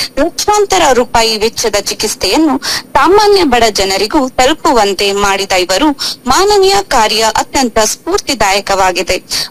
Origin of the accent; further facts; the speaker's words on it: Sirsi, Karnataka, India; ನಾನು ಸಿಸ್ಸಿಯಿಂದ ಬಂದಿದ್ದೇನೆ.